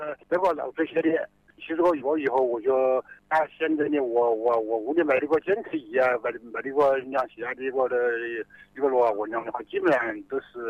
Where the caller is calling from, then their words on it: Jingshan, Hubei, China; 我是金山孙桥人。